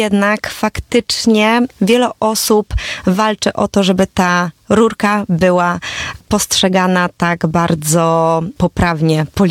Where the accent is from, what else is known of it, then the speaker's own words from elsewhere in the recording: Bełchatów, Łódź Voivodeship, Poland; Ja pochodzę z Bełchatowa, to jest bardzo małe miasto